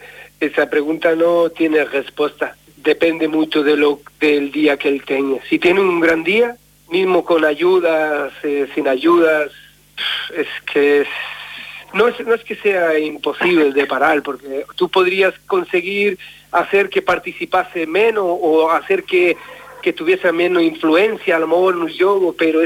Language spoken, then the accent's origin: Spanish; Spain; para mí, como español y como amante del fútbol